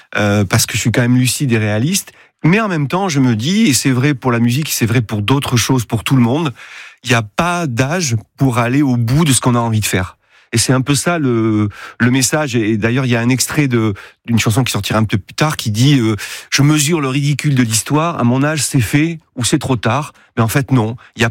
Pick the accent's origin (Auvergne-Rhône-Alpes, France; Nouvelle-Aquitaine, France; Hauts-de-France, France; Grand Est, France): Nouvelle-Aquitaine, France; Landes; moved away; also born or lived in Paris; de là où j'ai grandi, de cette région que j'aime